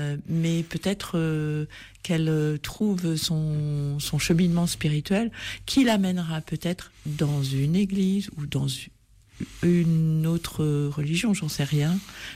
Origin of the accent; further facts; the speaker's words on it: Normandy, France; moved away; viens d'un milieu catholique, je suis née dans une ferme, enfin je ne suis pas née, j'ai grandi dans une ferme en Seine-Maritime.